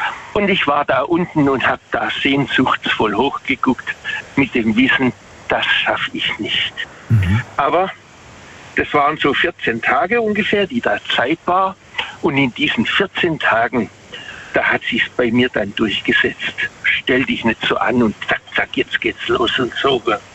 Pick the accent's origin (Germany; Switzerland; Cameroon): Germany; Waghäusel, Baden-Württemberg; Also ich komme aus Waghäusel.